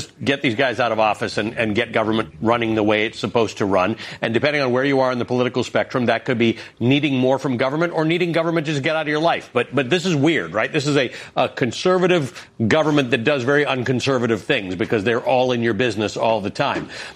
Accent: Canada; I come from Canada where Kentucky bourbon was a very popular thing.

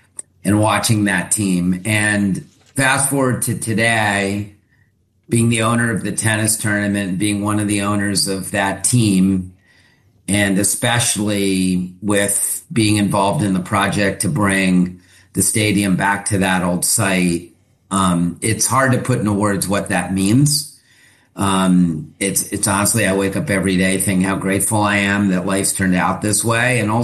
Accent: Chevy Chase, Maryland, United States; moved away; when I grew up in Chevy Chase, Maryland, a suburb of Washington, as a young boy

